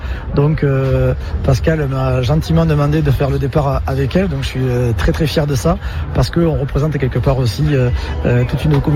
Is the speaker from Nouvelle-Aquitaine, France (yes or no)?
yes; Nouvelle-Aquitaine, France; also born or lived in Pau; je suis pas natif de très proche d'Ajetmo.